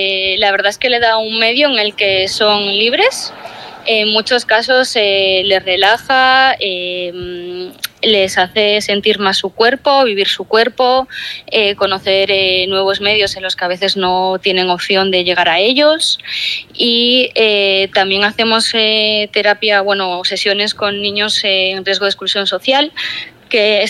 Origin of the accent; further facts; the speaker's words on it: Vigo, Galicia, Spain; also born or lived in Nigrán; Sí. No, soy de aquí, soy de aquí.